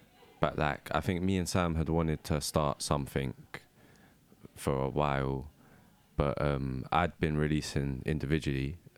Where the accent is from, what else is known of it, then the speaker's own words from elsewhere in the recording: London, United Kingdom; so I'm from Hackney.